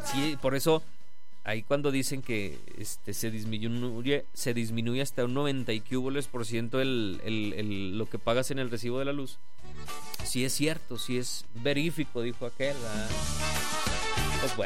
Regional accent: Mexico; somos mexicanos

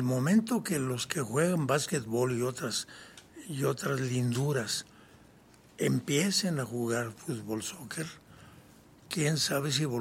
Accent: Mexico; yo como mexicano

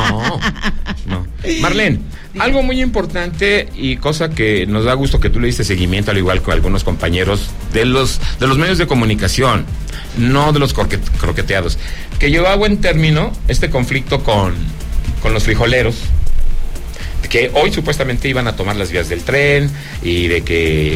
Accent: Zacatecas, Mexico; De mi tierra, Zacatecas, no, porque pues no hay producción.

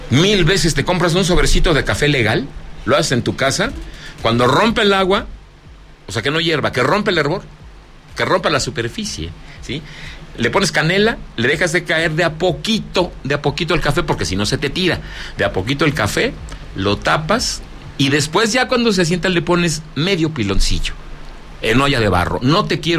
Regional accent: Zacatecas, Mexico; bienvenida a mi tierra Zacatecas.

